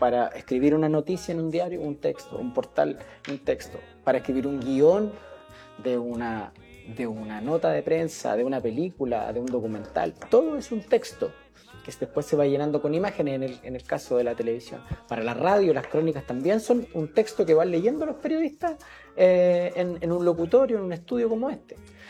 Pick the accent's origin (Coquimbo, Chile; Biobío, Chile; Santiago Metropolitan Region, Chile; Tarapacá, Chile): Biobío, Chile; Tomé; Yo soy tomecino, nacido y criado aquí. Entiendo que en el hospital de Tomé. y toda mi vida la viví en el barrio en Bellavista